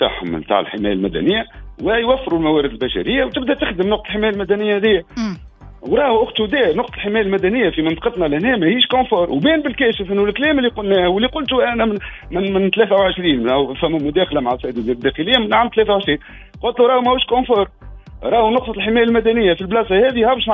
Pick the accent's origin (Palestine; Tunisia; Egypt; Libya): Tunisia; Bizerte Governorate; وعنا سيدي على المكي هذه اللي تو صار فيها الحريق